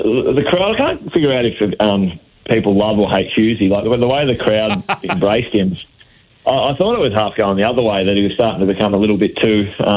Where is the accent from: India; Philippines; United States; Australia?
Australia; Shepparton, Victoria; I'm from Shepparton originally, played 4 games up in Shep for my junior club